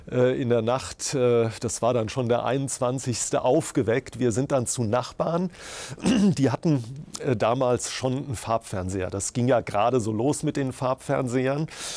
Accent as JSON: {"language": "German", "town": "Neu-Isenburg", "region": "Hesse", "country": "Germany", "tie": "born or raised there", "said": "Ich kann mich sehr gut an ein Buchgeschäft in meiner Heimatstadt Neu-Isenburg erinnern"}